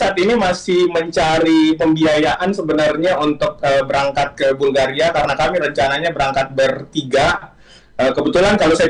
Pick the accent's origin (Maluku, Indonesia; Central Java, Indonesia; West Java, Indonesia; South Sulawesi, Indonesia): South Sulawesi, Indonesia; Makassar; Makanya kebetulan saya juga asalnya dari Makassar